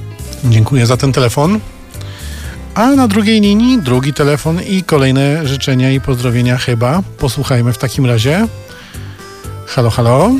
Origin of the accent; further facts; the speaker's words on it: Żuromin, Masovian Voivodeship, Poland; ja, rodowity żurominianin